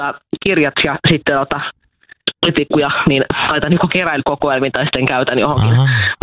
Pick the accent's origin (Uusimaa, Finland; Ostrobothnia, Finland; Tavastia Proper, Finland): Uusimaa, Finland; Espoo; Olen itse espoolainen.